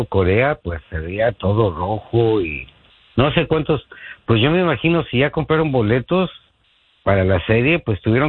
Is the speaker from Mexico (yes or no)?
yes; Mexico; now in Los Angeles, United States; Somos pocos los mexicanos.